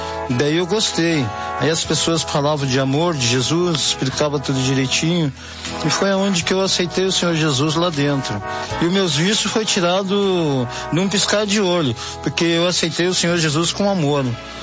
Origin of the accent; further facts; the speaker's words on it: Rio Grande do Sul, Brazil; Sou do Rio Grande do Sul, tenho 55 anos.